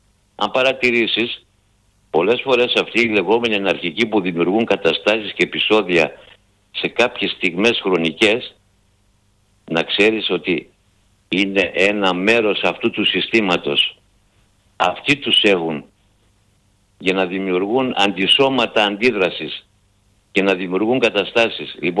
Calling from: Greece; την πατρίδα μου

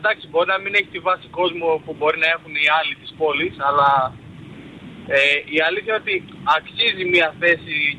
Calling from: Kalamaria, Central Macedonia, Greece; από Καλαμαριά παίρνω τηλέφωνο.

